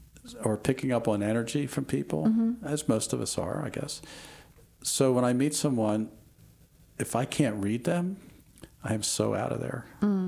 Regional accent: Philadelphia, Pennsylvania, United States; moved away as an adult; I learned quickly when I moved to the South, because, I'm from Philadelphia, and you don't survive in Philadelphia if you're not sarcastic.

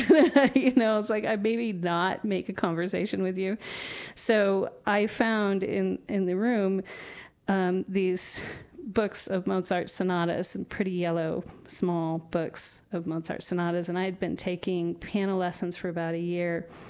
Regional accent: United States; I'm an American and I live in a free country?

